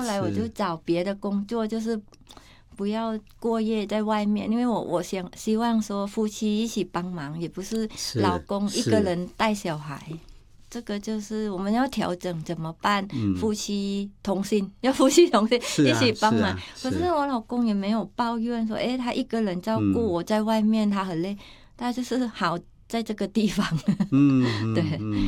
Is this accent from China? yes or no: no; Thailand; moved away as an adult; now in Taiwan; 我说：“哦，我来自泰国。”对啊，所以我就会说：“我是来自泰国，可是我嫁给台湾人了，我也是台湾人。”